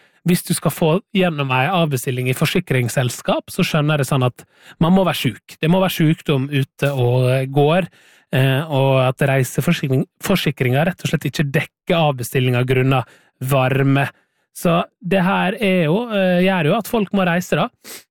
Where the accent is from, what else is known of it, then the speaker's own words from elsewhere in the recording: Møre og Romsdal, Norway; now in Oslo, Norway; Og det kan jeg kjenne meg igjen ifra da jeg bodde hjemme på Sunnmøre selv